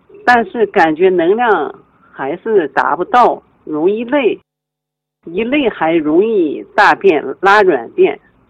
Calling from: Taiyuan, Shanxi, China; 我是来自山西省太原市人，今年61岁， … ，1965年农历3月初6晚

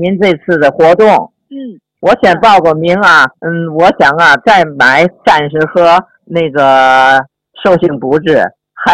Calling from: Tianjin, China; 我是天津的，河北区，

